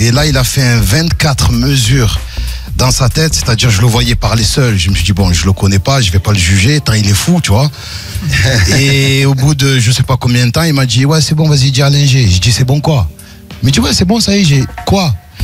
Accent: Marseille, Provence-Alpes-Côte d'Azur, France; En tant que Marseillais, on se comprend.

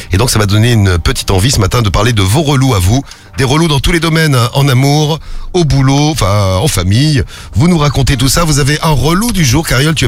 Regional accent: France; Je suis français

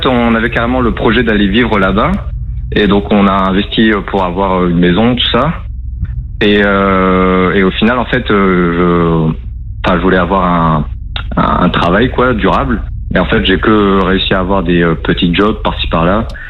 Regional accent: France; sinon moi je suis français, ouais.

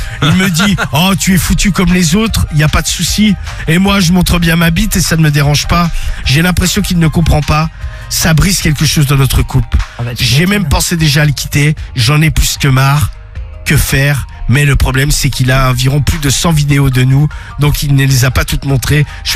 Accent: Drancy, Île-de-France, France; 32 ans, je suis de Drancy.

